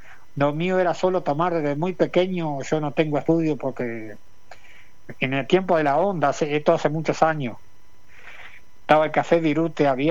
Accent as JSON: {"language": "Spanish", "region": "Canelones", "country": "Uruguay", "said": "Yo soy un canario rural"}